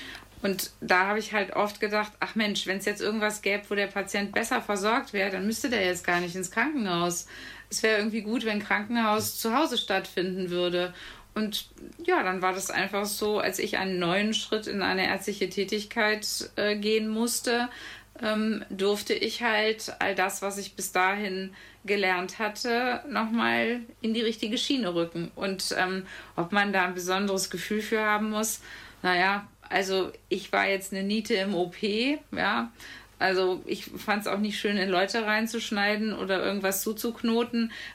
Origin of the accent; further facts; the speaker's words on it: Brühl, North Rhine-Westphalia, Germany; also born or lived in Bonn / Münsterland; komme tatsächlich ja gebürtig aus Brühl und meine Eltern und meine Großeltern haben dort eine hausärztliche Praxis geführt.